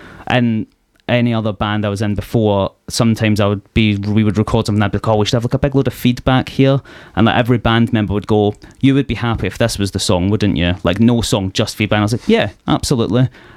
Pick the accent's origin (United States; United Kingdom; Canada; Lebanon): United Kingdom; Glasgow, Scotland; moved away as an adult; I've lived here 11 years. This is as soft as it's getting. Yeah, I'm from Glasgow originally, but I'm a full Kent adoptee.